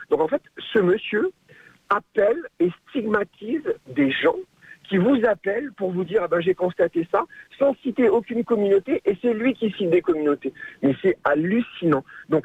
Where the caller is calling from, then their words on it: New Caledonia; c'est pas facile quand on est calédonien et qu'on part à 22 000 km pour aller faire ses études